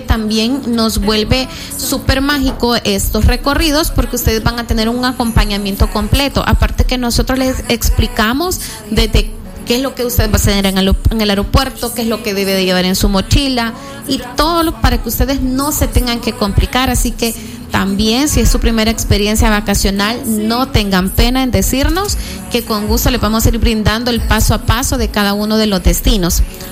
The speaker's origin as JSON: {"language": "Spanish", "country": "El Salvador", "said": "nuestro pasaporte vigente como salvadoreños"}